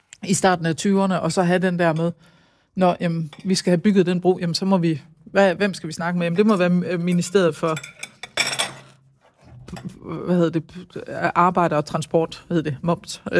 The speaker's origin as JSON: {"language": "Danish", "town": "Aarhus", "region": "Central Denmark Region", "country": "Denmark", "tie": "born there", "said": "derhjemme i Højbjerg, hvor vi har boet"}